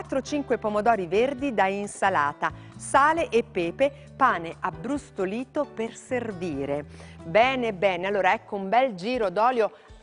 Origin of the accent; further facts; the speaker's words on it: Campania, Italy; Io sono campana